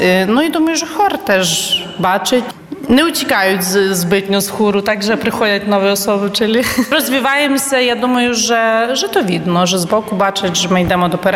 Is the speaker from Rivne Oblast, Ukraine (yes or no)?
yes; Rivne, Rivne Oblast, Ukraine; moved away as an adult; now in Łosinka, Poland; Я сама походжу родом з України, з міста Рувне. Ну і вже тут зараз осінню буде 18 літ, як живу в Лосінці.